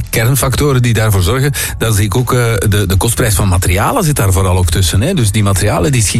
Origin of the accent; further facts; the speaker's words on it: Flanders, Belgium; wij zijn Vlamingen, hè?